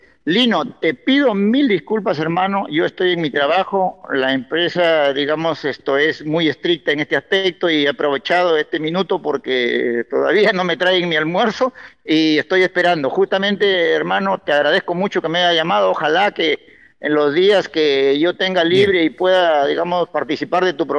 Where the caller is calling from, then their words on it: Olmos, Lambayeque, Peru; mi pueblo de Olmos